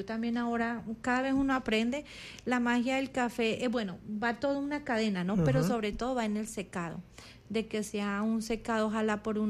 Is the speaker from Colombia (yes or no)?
yes; Palermo, Huila, Colombia; Yo soy de Palermo, entonces Palermo es mármol y pinto.